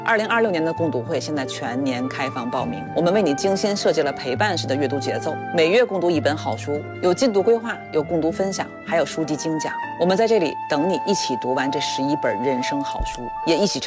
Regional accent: China; 它是我们中国人独有的一种美学表达，也是一种身体哲学。

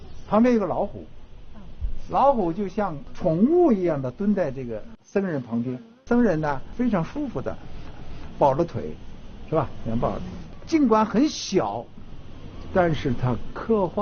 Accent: Kaifeng, Henan, China; 它陪了我们开封人陪了1000年了

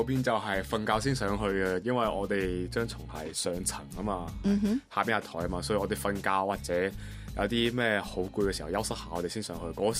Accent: Macau; 而家喺紧呢个暨南大学读紧呢个广播电视学大一。

